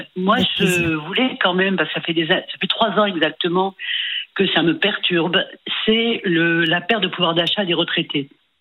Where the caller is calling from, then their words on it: Toulon, Provence-Alpes-Côte d'Azur, France; je suis fonctionnaire, donc j'ai beaucoup bougé sur le territoire français. Et là, je suis à Toulon.